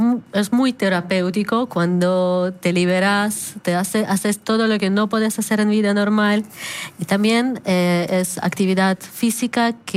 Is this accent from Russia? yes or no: yes; Russia; moved away as an adult; now in Argentina; Sí, yo soy de Rusia.